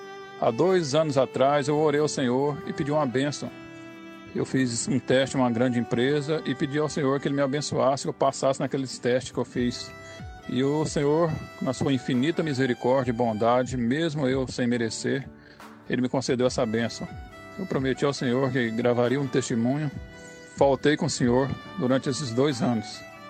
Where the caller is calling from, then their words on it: Cacoal, Rondônia, Brazil; sou morador da cidade de Cacoal, no estado de Rondônia.